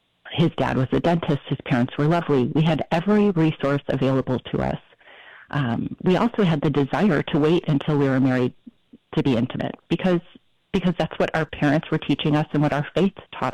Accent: Michigan, United States; now in Florida, United States; I grew up in Michigan. I live in Florida now, but grew up in Michigan, had a wonderful family, had three siblings, and we were all raised going to Catholic school, going to church very regularly

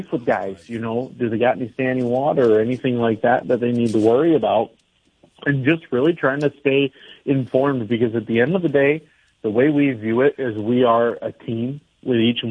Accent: Estelline, South Dakota, United States; I'm from Esteline.

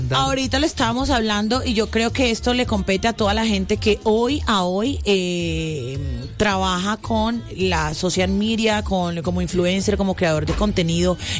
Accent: Barranquilla, Atlántico, Colombia; Soy barranquillera

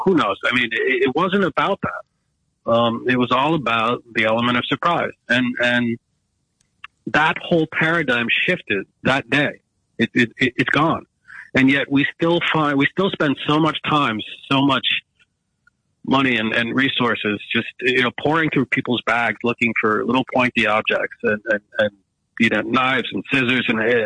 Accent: Boston, Massachusetts, United States; here at my hometown airport, Boston Logan, where two of the four hijacked planes departed from

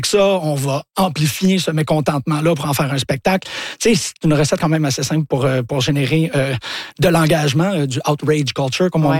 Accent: Montreal, Quebec, Canada; Mon premier souvenir d'une librairie, c'est quand j'étais jeune, ici à Montréal, sur Sainte-Catherine, il y a une librairie qui s'appelait Argo

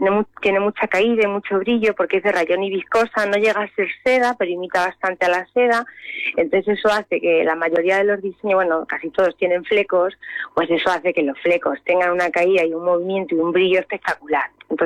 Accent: Castilla-La Mancha, Spain; soy manchega, a mucha honra, por supuesto, con mucho orgullo, pero siempre me ha tirado mucho el tema andaluz, me encanta Andalucía, y siempre digo de broma que seré manchega, pero mi madre siempre me dice que se nota que soy fabricada en Andalucía

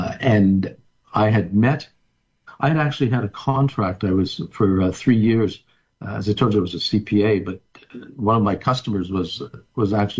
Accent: Quebec, Canada; also born or lived in Plattsburgh, United States; I'm from Southern Quebec, but I grew up, I was born just across the border in Plattsburgh, New York, so I had both citizenships.

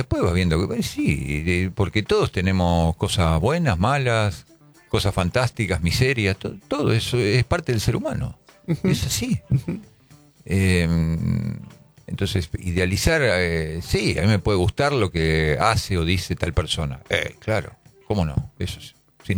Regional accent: Buenos Aires, Argentina; born or raised there

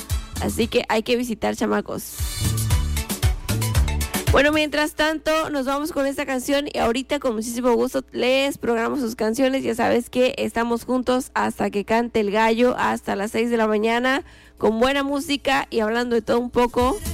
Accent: Tuxtepec, Oaxaca, Mexico; aquí que nosotros somos de Tuxtepec

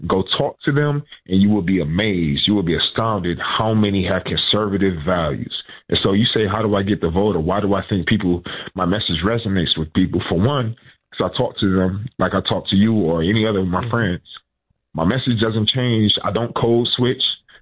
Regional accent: Flint, Michigan, United States; I am born and raised in Flint. We have voted Democrat my entire life, my mother's entire life.

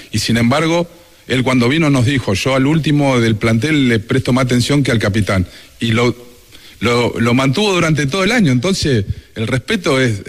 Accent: Argentina; Yo soy muy argentino, soy. Después de argentino soy sudamericano.

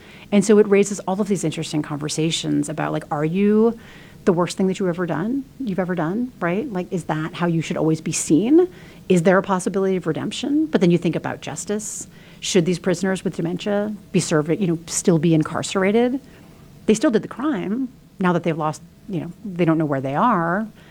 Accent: New York, United States; I'm a New Yorker, so, you know, got to end with my hometown, start with my current hometown, and end with my birth hometown.

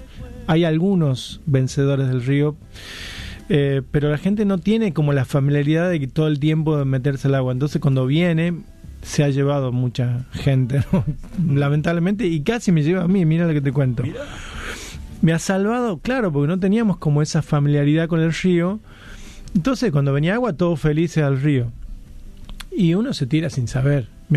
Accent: Frías, Santiago del Estero, Argentina; El mejor jugador de básquet para muchos que ha dado mi pueblo natal, Frías.

